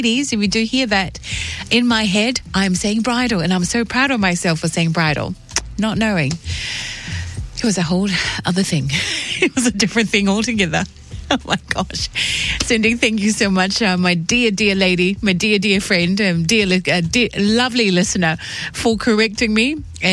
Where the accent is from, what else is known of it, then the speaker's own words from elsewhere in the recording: Tonga; English is a second language; And the other thing is, you know, English is not my first language at the same time. But I try to do my best every time I'm on here.